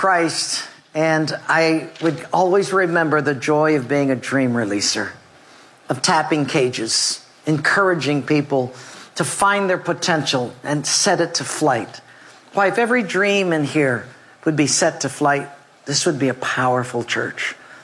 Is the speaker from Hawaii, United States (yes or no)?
yes; Hawaii, United States; born there; moved away as an adult; also born or lived in Japan; Growing up in Hawaii, my mother was a Buddhist, my dad was a Catholic, and I was confused.